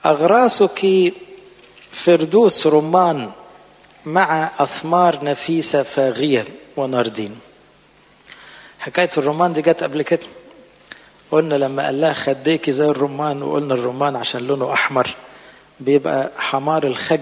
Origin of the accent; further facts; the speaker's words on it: Egypt; بلادنا مصر